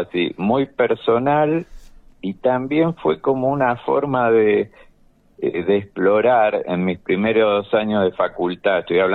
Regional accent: La Plata, Buenos Aires Province, Argentina; born there; now in Oberá, Argentina; nací yo allá en La Plata

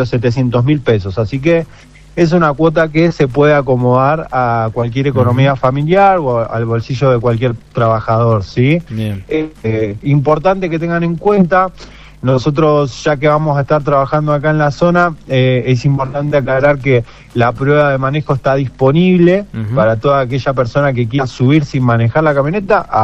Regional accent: Neuquén, Argentina; Nosotros, bueno, nos acercamos acá a la localidad, somos de Neuquén Capital

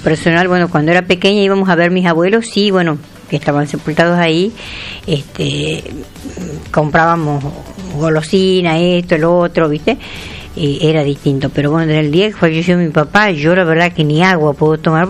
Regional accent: Los Juárez, Tucumán, Argentina; Yo vengo de una tradición campesina. Bueno, yo crecí en los Juárez, departamento Leales.

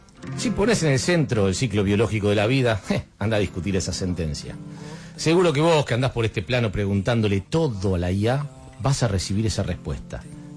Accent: Argentina; Somos argentinos, ¿qué le vas a hacer?

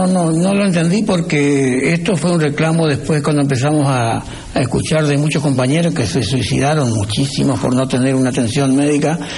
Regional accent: Argentina; moved away as an adult; now in Reconquista, Argentina; yo llegué a mi pueblo

